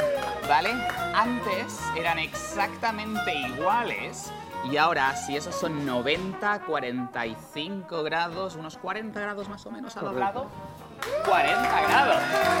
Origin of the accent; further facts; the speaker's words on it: Catalonia, Spain; que soy catalán.